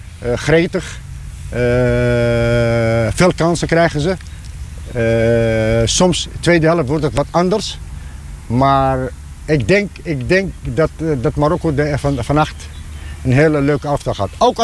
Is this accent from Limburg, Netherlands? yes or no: no; Lelystad, Flevoland, Netherlands; Ja, ik ben opgegroeid in Lelystad.